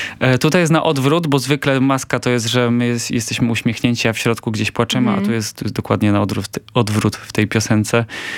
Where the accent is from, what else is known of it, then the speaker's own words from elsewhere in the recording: Poznań, Greater Poland Voivodeship, Poland; Mówię wasza w sumie bardziej kochana Warszawa, bo jestem z Poznania.